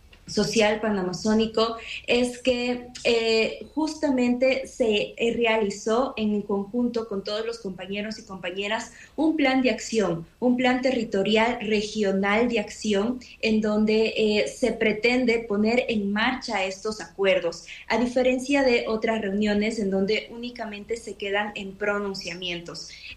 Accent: Ecuador

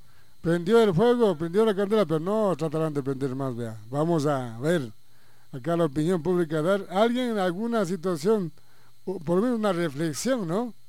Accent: Salcedo, Cotopaxi, Ecuador; Cumbijín, ¿conoce? Mi tierra linda.

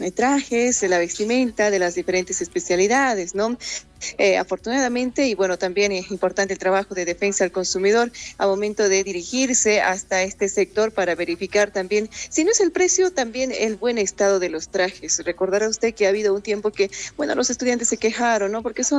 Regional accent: Oruro, Bolivia; Acá en Oruro, Aurelio, somos quirquinchos

